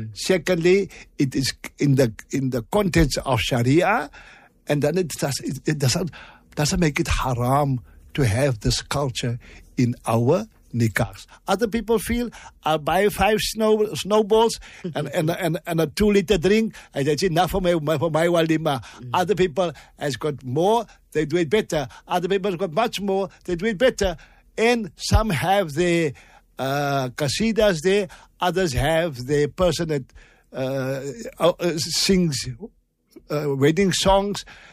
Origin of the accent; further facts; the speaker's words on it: Cape Town, Western Cape, South Africa; we come from Cape Town. It is summer in December.